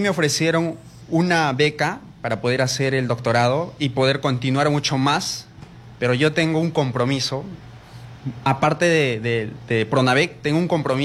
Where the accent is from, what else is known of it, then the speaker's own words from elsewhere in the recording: Chumbes, Peru; born there; En Chumbes, en la comunidad donde yo nací.